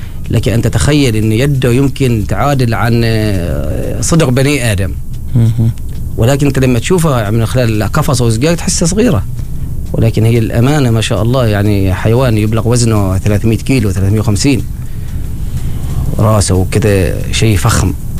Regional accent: Bahla, Ad Dakhiliyah, Oman; القاطنين على هذا البلد يتعامل مع الحيوانات سواء من خلال مزارعهم وغيره، فإحنا ترعرعنا في بيئة مليئة بالحيوانات وجو المزارع، وبدأت النشأة مع الحيوانات المستأنسة تتربى في المنازل والمزارع.

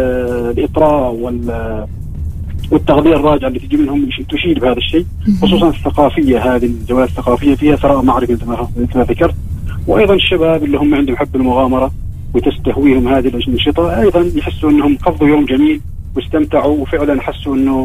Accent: Oman; احنا كعمانيين

